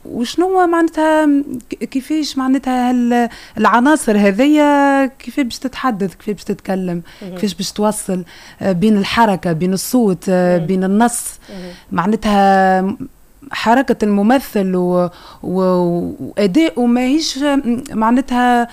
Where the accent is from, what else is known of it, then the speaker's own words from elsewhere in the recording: Tunisia; خاطر انا من الشمال